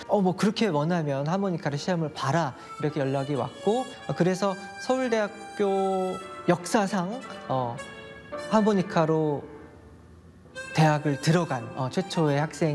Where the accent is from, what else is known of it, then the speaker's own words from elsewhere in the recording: South Korea; moved away as an adult; also born or lived in Norway; 이번에 제가 심사위원으로 간 것이 한국인으로서는 처음이자 유일하게 심사위원으로 가게 됐습니다.